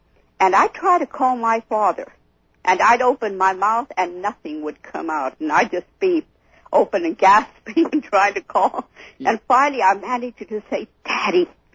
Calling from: Bakersfield, California, United States; from Bakersfield.

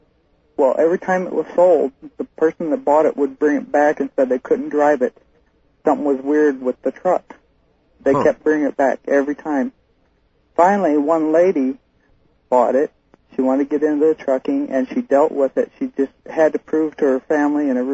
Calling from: Fairbanks, Alaska, United States

